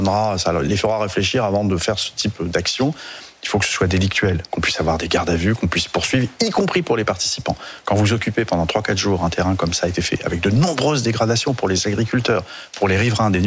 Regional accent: Centre-Val de Loire, France; un polygone militaire que je connais bien, puisque je suis originaire du département du Cher. Je connais bien cette zone.

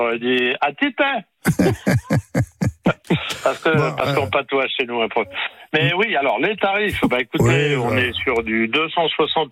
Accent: Normandy, France; On est normand, nous.

